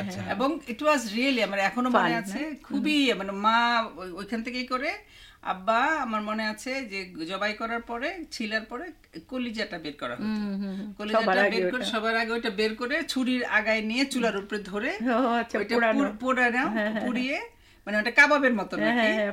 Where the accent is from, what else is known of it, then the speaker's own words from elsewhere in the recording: Dhaka, Dhaka Division, Bangladesh; তো আমাদের পুরনো ঢাকায় আমরা বড় হয়েছি, পুরনো ঢাকা মানে তো বুঝতেই পারো